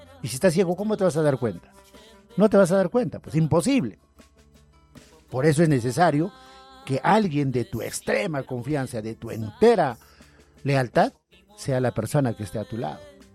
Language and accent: Spanish; Chilca, Peru